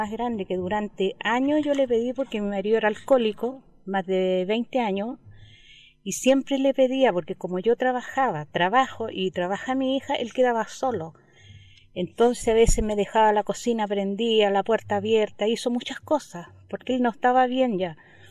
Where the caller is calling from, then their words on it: Santiago, Santiago Metropolitan Region, Chile; de Santiago de Chile, de la parroquia Espíritu Santo, y soy muy devota de San José